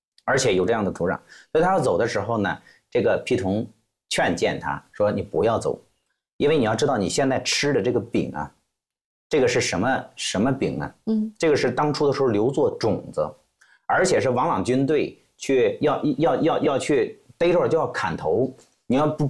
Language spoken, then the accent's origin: Chinese; Hengshui, Hebei, China; moved away; 我老家就是蓟州。